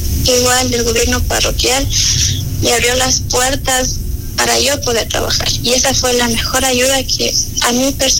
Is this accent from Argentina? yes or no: no; Ecuador; no solo somos 15 familias de Quillaturo. En Quillaturo había muchas más familias.